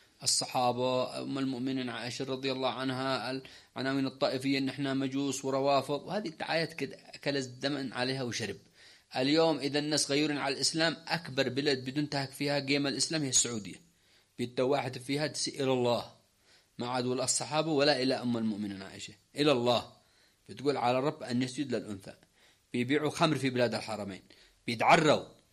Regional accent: Yemen; إحنا في الأول والأخير إحنا يمنيين

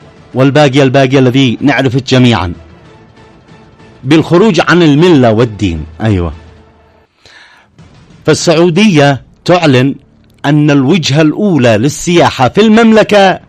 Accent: Yemen; بلادنا اليمن

